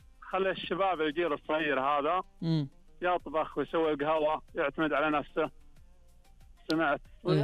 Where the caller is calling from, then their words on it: Ar Rass, Al-Qassim, Saudi Arabia; والله أكلمك من الرش.